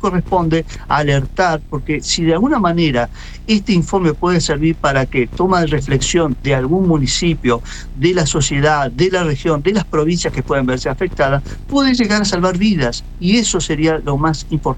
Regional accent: Goya, Corrientes, Argentina; moved away as an adult; now in La Plata, Argentina; Yo nací en Goya. Yo crecí hasta, hice la secundaria en Goya. Y después me vine a estudiar a La Plata.

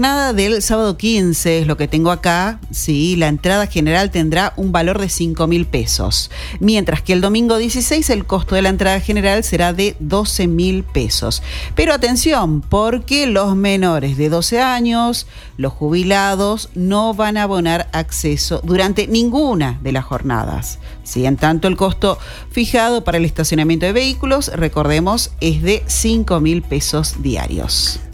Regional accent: Corrientes, Argentina; moved away; also born or lived in Córdoba; yo soy más correntina que el yaguareté.

